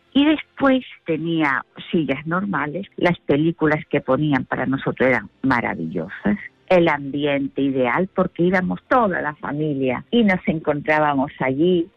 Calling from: Sanlúcar de Barrameda, Andalusia, Spain; Soy de Sanlúcar de Barrameda.

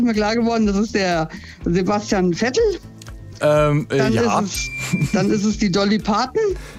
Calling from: Germany; Aus Schöneilendorf.

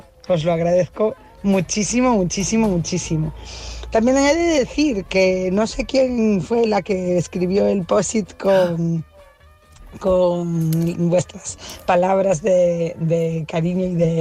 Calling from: Pontevedra, Galicia, Spain; de Pontevedra.

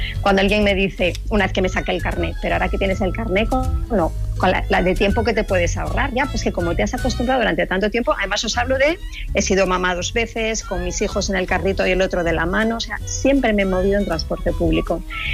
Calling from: Madrid, Community of Madrid, Spain; yo vivo en Madrid.

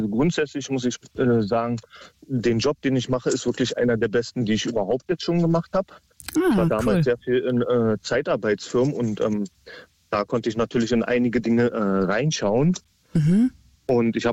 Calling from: Berlin, Germany; ich komme ja aus Berlin

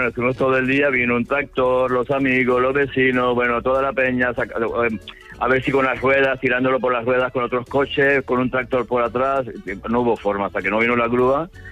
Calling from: Norrbotten County, Sweden; yo vivo en Kolis, que queda al norte de Suecia, la frontera con Finlandia.

